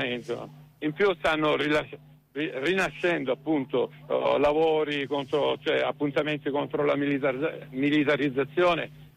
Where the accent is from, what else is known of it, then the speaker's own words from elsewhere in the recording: Brindisi, Apulia, Italy; noi che veniamo dalla Puglia, io vengo da Brindisi, da oltre 40 anni che conosciamo il fenomeno del caporalato